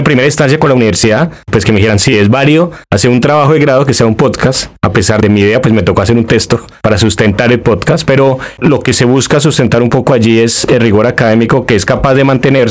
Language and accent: Spanish; Bogotá, Colombia; pues porque es mi región, yo soy de Bogotá